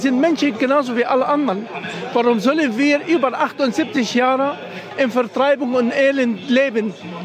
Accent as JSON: {"language": "German", "country": "Palestine", "said": "Frieden, dass wir als Palästinenser endlich zurückkehren können zu unseren Häusern, zu unserem Hab und Gut, was uns geklaut wurde"}